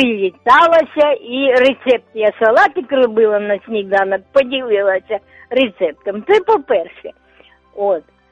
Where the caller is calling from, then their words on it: Sumy Oblast, Ukraine; Я з Сумщини